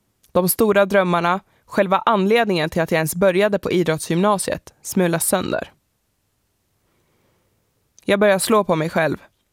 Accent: Gävle, Gävleborg County, Sweden; moved away; Hemma i Gävle hade jag alltid varit den längsta tjejen på planen.

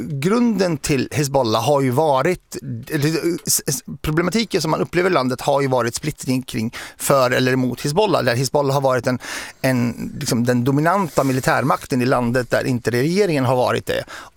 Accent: Zahle, Beqaa, Lebanon; att vissa av de barnen har fått lämna Beirut och flytta hem liksom upp till Zahle där vi kommer ifrån

